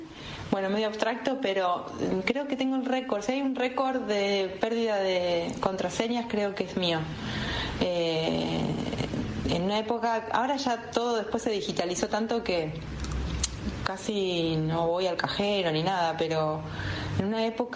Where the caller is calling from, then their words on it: Buenos Aires, Argentina; de Floresta.